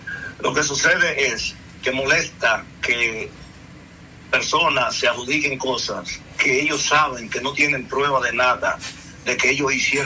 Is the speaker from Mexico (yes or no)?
no; Bonao, Monseñor Nouel, Dominican Republic; somos de Bonao y nos conocemos